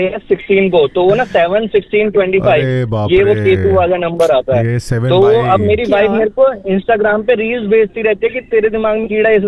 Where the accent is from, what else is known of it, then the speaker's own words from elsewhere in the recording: Delhi, India; मैं दिल्ली से हूँ तो हमें चाहिए कि भाई हमारे हाथ में जमीन हो